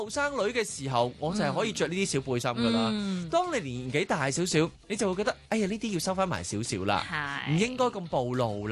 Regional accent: Hong Kong; 我哋香港人

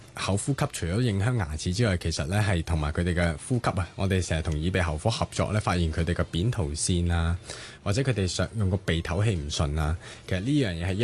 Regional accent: China; 我哋中國人興夾筷子食嘢噶嘛

